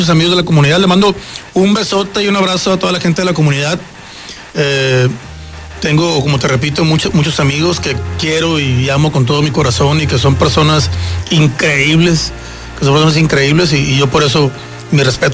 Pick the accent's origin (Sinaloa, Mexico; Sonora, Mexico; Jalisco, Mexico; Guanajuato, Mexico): Sinaloa, Mexico; Culiacán; Yo soy de Culiacán, Sinaloa, allá tienen su humilde hogar. Okay. Somos culichis de nacimiento.